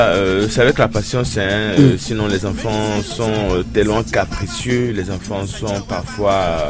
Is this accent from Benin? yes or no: yes; Savalou, Collines, Benin; Je suis de Savalou en fait